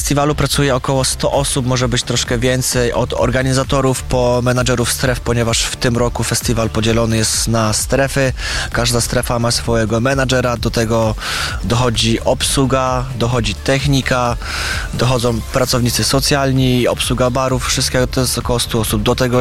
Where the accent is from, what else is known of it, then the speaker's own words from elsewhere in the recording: Greater Poland Voivodeship, Poland; pochodzę z okolic Słupcy.